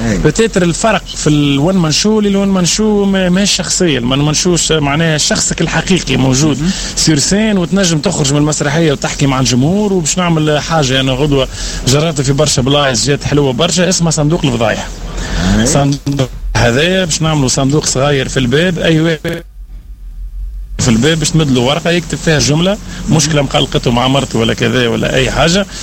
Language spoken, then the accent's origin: Arabic; Agareb, Sfax Governorate, Tunisia; moved away; أنا صفاقس نجاها من صغري, خاطر أنا صفاقسي عقربي بالأساس, دونك في بلادي وأهلي وناسي.